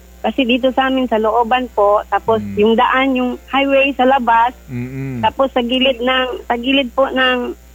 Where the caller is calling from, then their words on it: Siocon, Zamboanga Peninsula, Philippines; Siokon, Zamboanga del Norte.